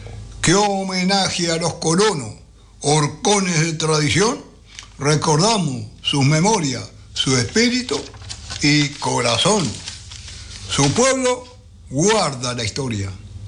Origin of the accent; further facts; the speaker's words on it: Sarandí, Uruguay; los de mi pueblo. Los de Sarandí